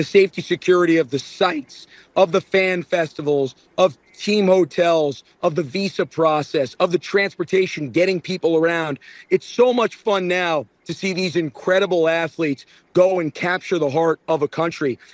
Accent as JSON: {"language": "English", "region": "New York", "country": "United States", "said": "I thought that was like a sacrilege sin as a New Yorker."}